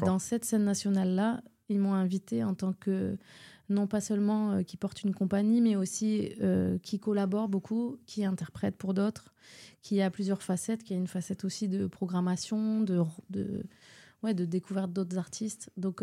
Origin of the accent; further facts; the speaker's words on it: Occitanie, France; je suis originaire d'ici, pas de Rabastens, mais de pas bien loin.